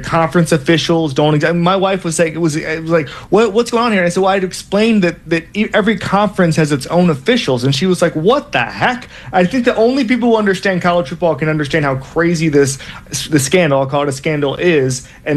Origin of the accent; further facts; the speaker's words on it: the South, United States; And that's because I'm from the South, and my family are huge college football fans